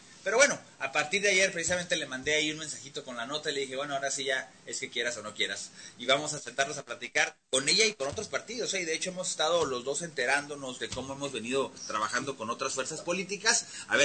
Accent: Mexico; como mexicano quisiera que las autoridades mexicanas llevaran a cabo este tipo de procesos

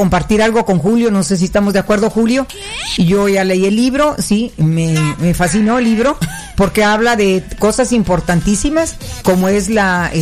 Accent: Chiapas, Mexico; nosotros que somos chiapanecos

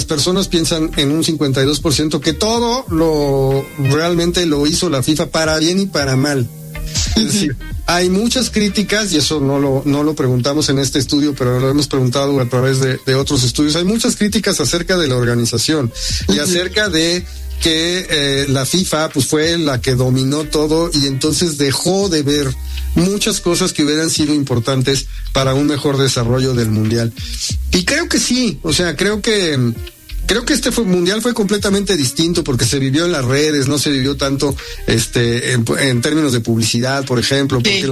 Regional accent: Mexico; Creo que otro punto importantísimo es que ahora sí jalamos como mexicanos unidos.

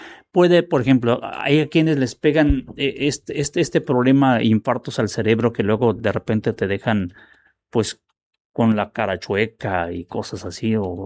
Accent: San Buenaventura, Mexico; now in Manzanillo, Mexico; allá en las comunidades en San Buenaventura, allá mi pueblo natal. Me dicen, ¿dónde naciste? En las faldas del cerro de allá en San Buenaventura. Ahí merito. Mi abuela era la partera.

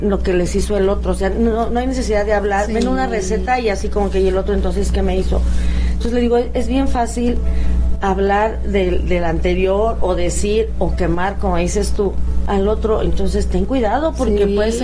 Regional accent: Irapuato, Guanajuato, Mexico; de mi tierra fresera que quiero tanto

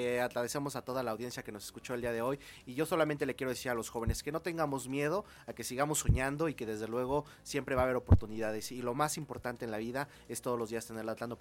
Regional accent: Mexico; vamos a mover ya la economía de nuestro país

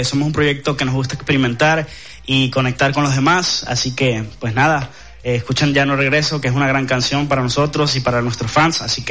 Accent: Venezuela; Yo soy venezolano

